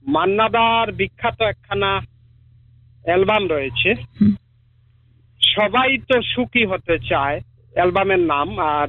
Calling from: Tripura, India

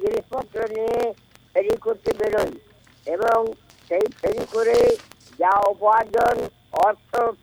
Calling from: West Bengal, India; আমি গঙ্গারামের থেকে বলছি।

